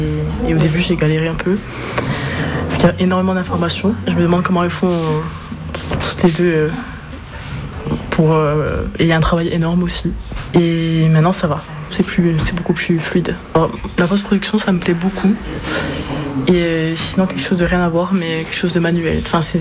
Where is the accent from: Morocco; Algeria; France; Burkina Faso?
France; Corsica; J'étais partie de Corse pour faire mes études du coup. Ça fait pas longtemps que je suis rentrée.